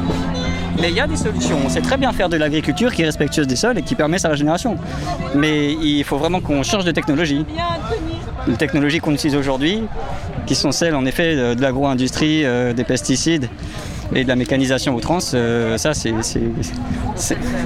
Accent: Saclay, Île-de-France, France; Nous, on vient de Saclay.

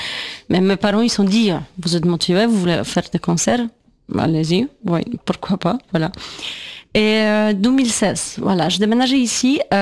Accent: Poland; French is a second language; moved away as an adult; also born or lived in England; now in France; j'habitais en Angleterre 2007, et après je rentre en Pologne 2008 pour continuer mes études.

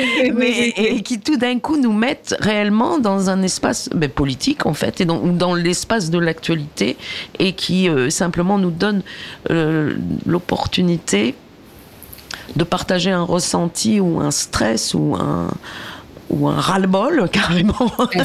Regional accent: France; ici chez nous, en France

